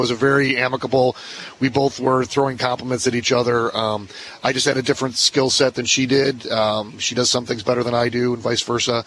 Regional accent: Hinsdale, Illinois, United States; now in Downers Grove, United States; I'm from Downers Grove. I grew up in Hinsdale, Illinois.

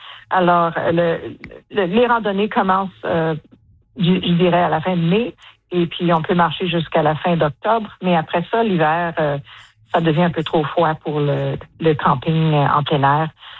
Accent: Ottawa, Ontario, Canada; moved away as an adult; now in Vancouver Island, Canada; On a grandi à Ottawa, mais on a passé toute notre vie adulte ici sur l'île de Vancouver.

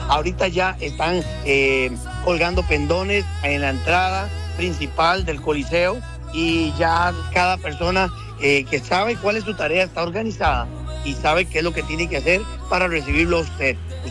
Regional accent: Costa Rica; soy de Costa Rica.

